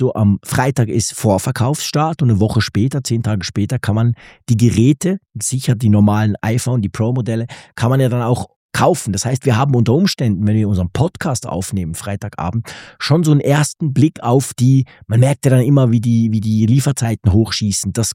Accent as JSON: {"language": "German", "country": "Switzerland", "said": "ein iPhone 17, für eben unter 1000, deutlich unter 1000 bei uns in der Schweiz."}